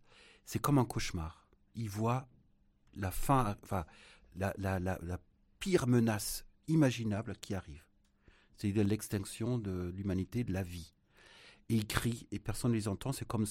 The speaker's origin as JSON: {"language": "French", "country": "Germany", "tie": "born or raised there", "second_language": "French", "moved": "yes", "said": "Parce que je viens d'Allemagne de l'Ouest"}